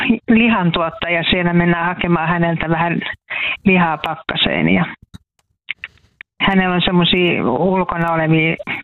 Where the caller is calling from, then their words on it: Kouvola, Kymenlaakso, Finland; Tai siis Anjalankoskehan ei oikeastaan enää olekaan. Tähän me ollaan Kouvolaa nyt kaikki.